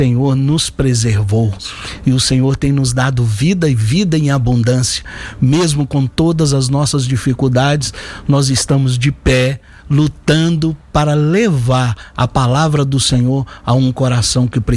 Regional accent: São Gonçalo, Rio de Janeiro, Brazil; onde eu nasci, eu sou de São Gonçalo

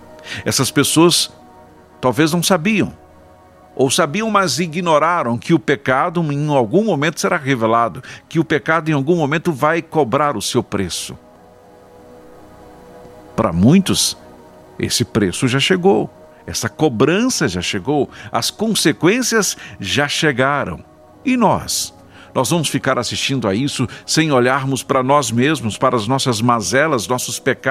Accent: Brazil; como brasileiros que somos

